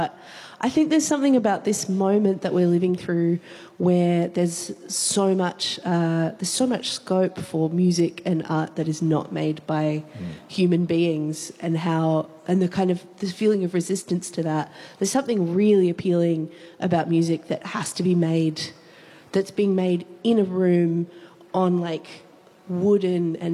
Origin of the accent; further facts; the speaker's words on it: Castlemaine, Victoria, Australia; my hometown of Castlemaine, experience of moving back to your hometown in lockdown